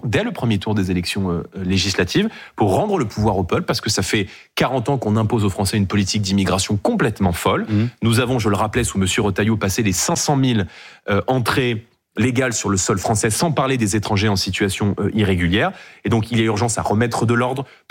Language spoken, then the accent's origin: French; Île-de-France, France; Vous savez que moi, j'ai grandi en Seine-Saint-Denis et j'ai grandi dans des territoires où beaucoup de gens aujourd'hui ne reconnaissent plus la France qu'ils ont aimée, la France dans laquelle ils ont grandi.